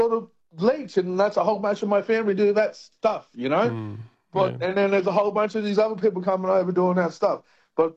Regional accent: Australia; everyone has to be ashamed of being Aussie, is what it seemed like it'd be. And I'm half and half.

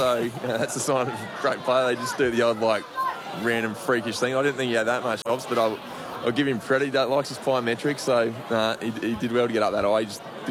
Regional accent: Adelaide, South Australia, Australia; Adelaide's my hometown and the MCG will probably have 95,000, so I'll be very happy with either.

